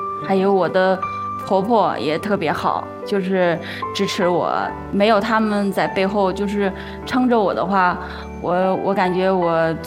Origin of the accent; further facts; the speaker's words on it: China; moved away as an adult; also born or lived in Shaanxi; 抱着我女儿从陕西然后坐高铁回到我老家的赵国坝，对，就一直住在娘家